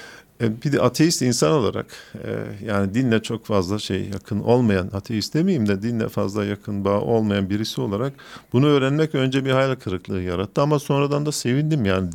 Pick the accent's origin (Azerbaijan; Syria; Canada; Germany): Germany; Nuremberg, Bavaria; Ama ben 80'li yıllarda Nürnberg'de gençliğim geçti.